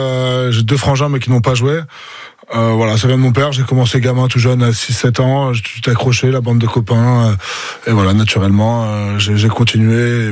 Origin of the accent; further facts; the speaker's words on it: Antony, Île-de-France, France; moved away as an adult; also born or lived in Paris / Arcueil / Vannes / Toulon; now in Oyonnax, France; Je suis né à Paris même, j'ai grandi en banlieue, à Arcueil et à Antony plus précisément